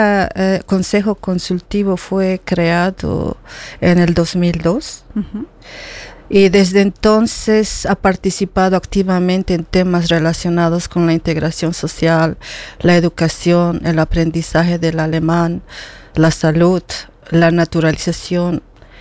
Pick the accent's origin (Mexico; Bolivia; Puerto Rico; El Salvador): Bolivia; pues por el hecho de que soy una boliviana de un país en desarrollo, muchas cosas son difíciles.